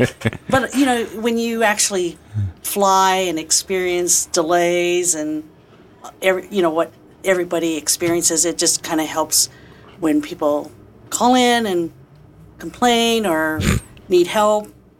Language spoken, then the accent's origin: English; Midwest, United States; I grew up in the Midwest